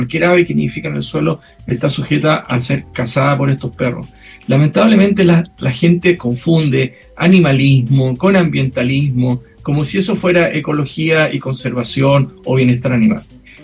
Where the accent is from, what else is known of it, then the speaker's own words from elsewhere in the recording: Chile; also born or lived in England / United States; El problema somos los chilenos que no tenemos la costumbre de cuidar a nuestros animales y hacernos responsables de lo que ellos hagan. Yo viví fuera de Chile, en Inglaterra y en Estados Unidos